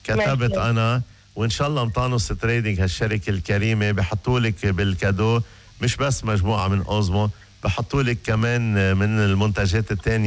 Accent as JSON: {"language": "Arabic", "country": "Lebanon", "accent": "Lebanese", "said": "ما عم بحكي لا تركي ولا اسباني ولا بورتوغيز، عم بحكي باللهجة اللبنانية القريبة من الناس."}